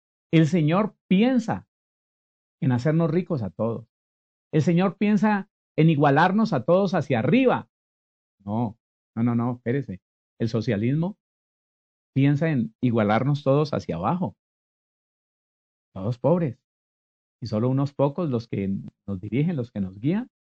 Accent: Tuluá, Valle del Cauca, Colombia; moved away; Allá en la ciudad de donde yo vengo, un municipio muy bonito, llamado Tuluá, en el Valle del Cauca

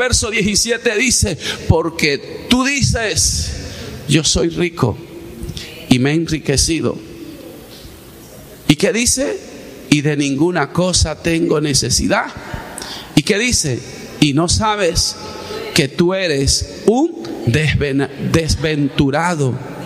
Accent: La Guajira, Colombia; moved away; cómo está mi tierra, cómo está La Guajira

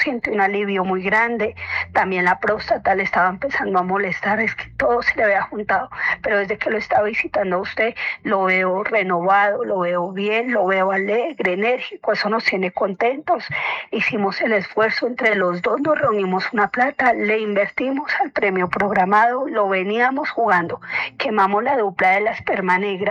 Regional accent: Florencia, Caquetá, Colombia; moved away; Bueno, pues yo le comentaba, yo no soy de acá, yo soy de Florencia, Caquetá. Llevo 12 años viviendo acá.

